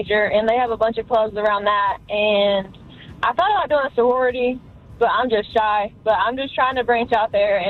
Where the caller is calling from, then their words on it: Winston-Salem, North Carolina, United States; I'm from Winston